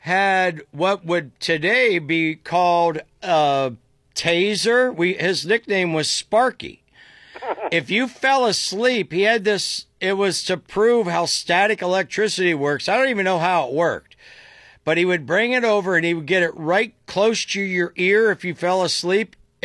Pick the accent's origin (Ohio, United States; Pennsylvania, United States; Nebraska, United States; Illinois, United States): Ohio, United States; Dover; I had to write a book about growing up in Mayberry, Dover, Ohio.